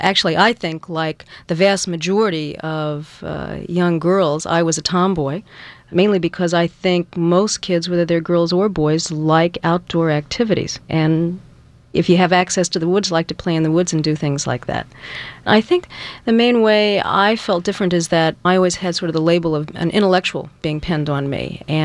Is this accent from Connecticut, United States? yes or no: no; Virginia, United States; also born or lived in New Orleans, Louisiana; I grew up primarily in Virginia, outside of Washington, D.C.